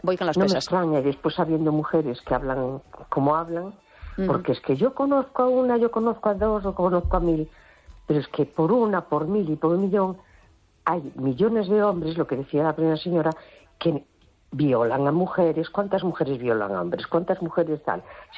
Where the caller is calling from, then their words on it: A Coruña, Galicia, Spain; de La Coruña.